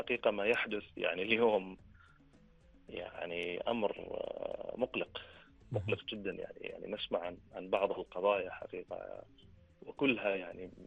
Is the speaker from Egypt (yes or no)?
no; Oman; نحن كمجتمع عماني